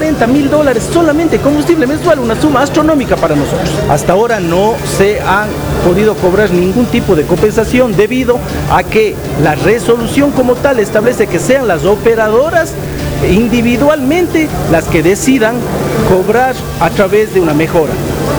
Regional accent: Cuenca, Azuay, Ecuador; los que somos cuencanos

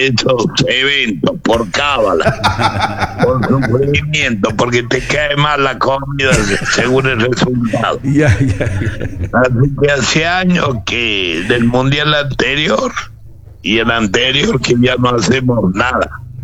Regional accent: Córdoba, Argentina; moved away as an adult; now in Loja, Ecuador; Yo soy de Córdoba, capital.

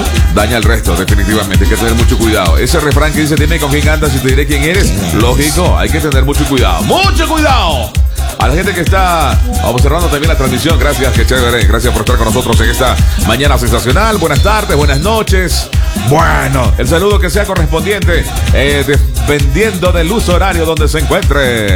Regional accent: Ecuador; todos como buenos ecuatorianos debemos apoyar como buenos ecuatorianos.

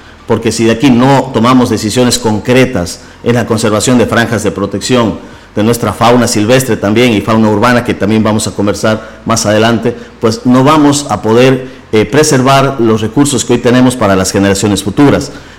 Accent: Morona Santiago, Ecuador; Yo soy del sector de Huacani

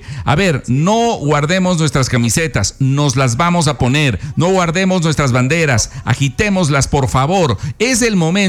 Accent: Ecuador; eso es lo que tenemos que hacer todos como ecuatorianos.

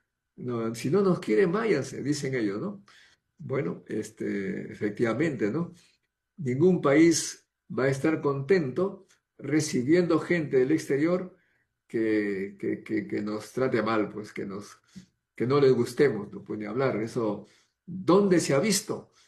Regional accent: Peru; moved away; Yo, menos mal que soy serrano, me voy a mi tierra

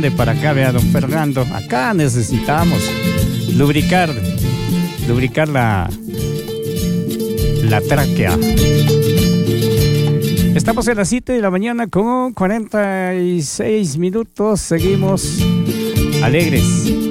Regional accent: Ecuador; Yo como ecuatoriano, como sudamericano

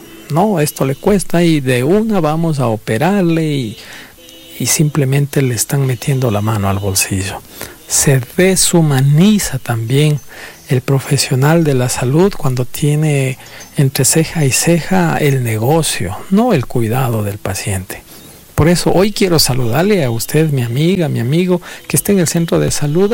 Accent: Ecuador

